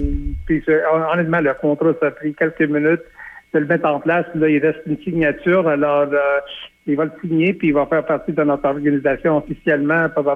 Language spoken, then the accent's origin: French; Montreal, Quebec, Canada; pour aller chercher ma crédibilité pour revenir dans ma ville natale puis de souhaiter qu'un jour je peux revenir dans l'entourage des Alouettes de Montréal.